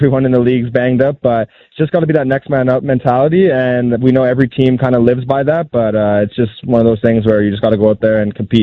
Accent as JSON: {"language": "English", "country": "Canada", "tie": "born there", "said": "being Canadian born."}